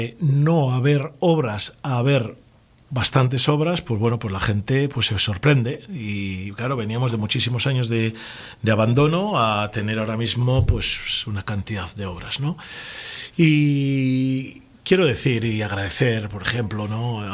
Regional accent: Laredo, Cantabria, Spain; El 99,9% de los laredanos somos gente de bien

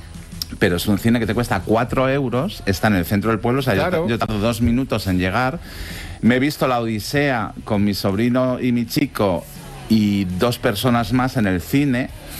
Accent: Villaviciosa de Odón, Community of Madrid, Spain; mi pueblo de aquí de Madrid, Villaviciosa Odón, tiene un cine maravilloso de verano.

